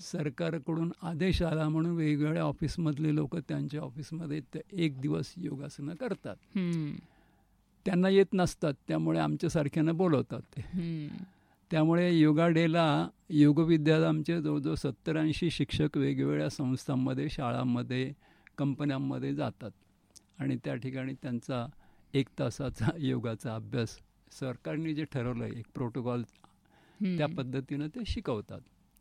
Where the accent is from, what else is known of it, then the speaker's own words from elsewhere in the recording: Ahmednagar, Maharashtra, India; मी नगरचाच आहे. जन्म नगरमध्येच झाला. शिक्षण सगळं नगरमध्येच झालं. आणि 4-5 वर्ष सोडली तर बाकी सगळी नोकरीसुद्धा नगरमध्येच केली. जिल्हा परिषदमध्ये होतो मी.